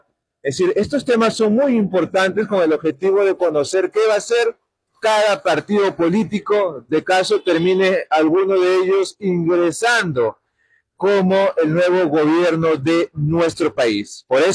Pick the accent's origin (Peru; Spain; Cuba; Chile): Peru; Juntos por el Perú. ¿Por qué? Porque somos peruanos.